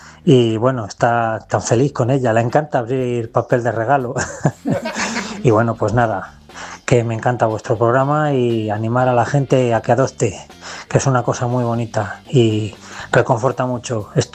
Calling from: Medina del Campo, Castile and León, Spain; de Medina del Campo.

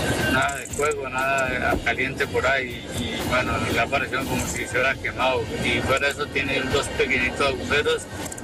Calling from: Barcelona, Catalonia, Spain; de Barcelona.

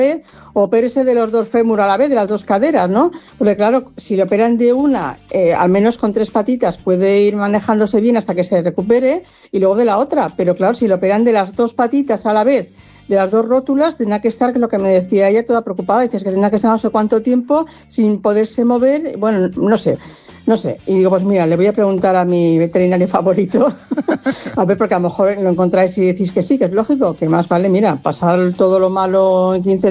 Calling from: Cornellà, Catalonia, Spain; aquí de Cornellá.

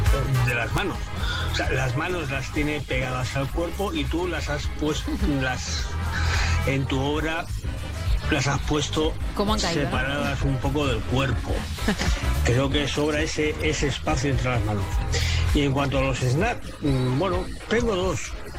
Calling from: Madrid, Community of Madrid, Spain; de Madrid

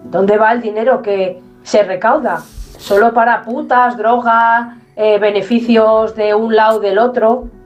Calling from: Fuenlabrada, Community of Madrid, Spain; de Fuenla.

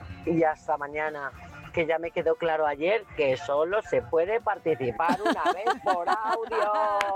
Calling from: Palma de Mallorca, Balearic Islands, Spain; de Palma de Mallorca

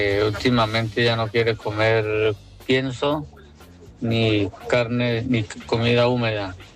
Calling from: Barcelona, Catalonia, Spain; de Barcelona.

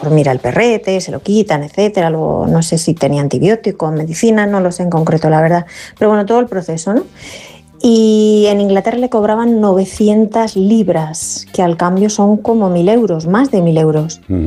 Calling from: Cercedilla, Community of Madrid, Spain; de Cercedilla, Madrid.

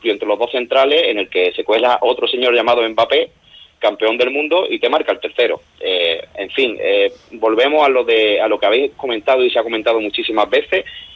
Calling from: Netherlands; Como cada partido vamos a estar desde Holanda

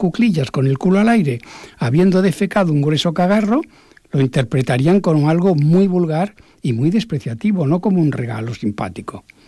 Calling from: Barcelona, Catalonia, Spain; yo soy catalán, soc de Barcelona

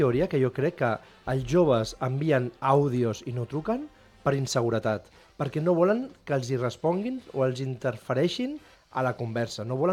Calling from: Rubí, Catalonia, Spain

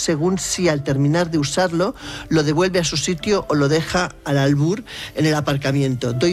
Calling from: Barcelona, Catalonia, Spain; de Barcelona

